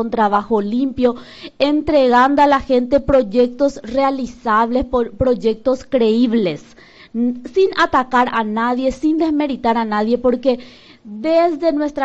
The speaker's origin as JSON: {"language": "Spanish", "country": "Paraguay", "said": "es un deber que tenemos como paraguayos de elegir nuestras autoridades"}